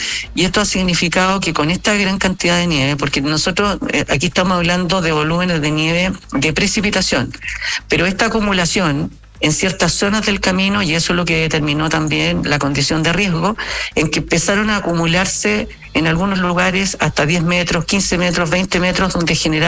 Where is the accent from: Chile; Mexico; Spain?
Chile; debemos estar orgullosos como chilenos